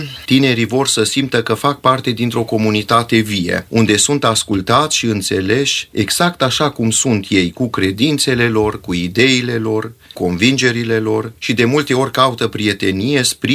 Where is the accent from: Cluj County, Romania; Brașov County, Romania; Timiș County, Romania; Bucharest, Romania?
Cluj County, Romania; Huedin; 10 ani de când sunt în parohia Huedin. Sunt născut în Huedin și părinții și bunicii îi am în Huedin, deci am crescut în Huedin. Mă simt acasă în parohia în care sunt.